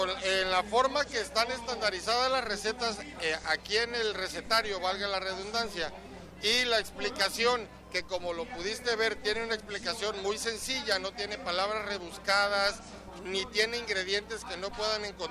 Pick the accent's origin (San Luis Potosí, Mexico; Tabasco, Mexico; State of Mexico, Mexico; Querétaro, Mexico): Tabasco, Mexico; Comalcalco; Mi madre es cocinera tradicional de Comalcalco, Tabasco, somos de Comalcalco.